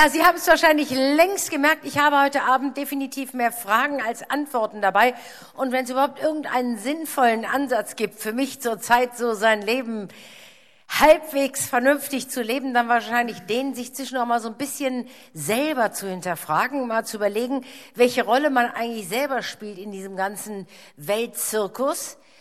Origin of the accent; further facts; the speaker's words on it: Cologne, North Rhine-Westphalia, Germany; Das hätte ich jetzt als Kölnerin überhaupt nicht zu hoffen gewagt.